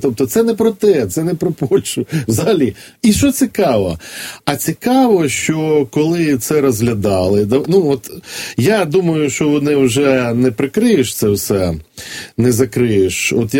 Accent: Vinnytsia, Vinnytsia Oblast, Ukraine; я просто родом з Вінниці

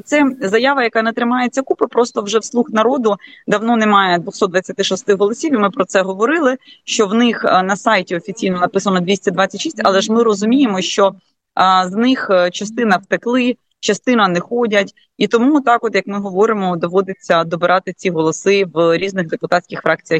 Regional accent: Kyiv Oblast, Ukraine; я сама з Київщини

